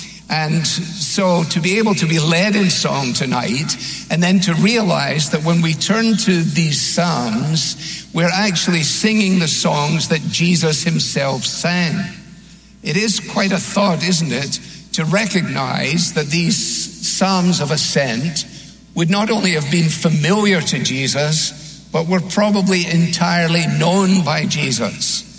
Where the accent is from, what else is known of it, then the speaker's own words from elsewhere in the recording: Scotland, United Kingdom; as a Scotsman, I don't like to waste electricity or anything.